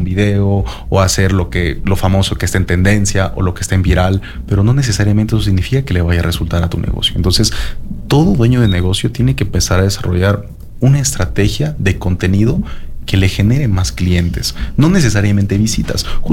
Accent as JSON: {"language": "Spanish", "town": "Quito", "region": "Pichincha", "country": "Ecuador", "moved": "yes", "lives_now": "Loja, Ecuador", "said": "yo soy de Quito"}